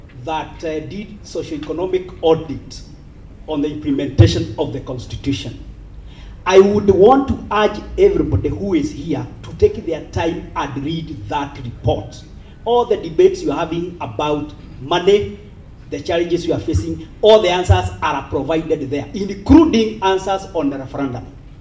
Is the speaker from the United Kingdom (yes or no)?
no; Kenya; Good afternoon. … I'm a Kenyan.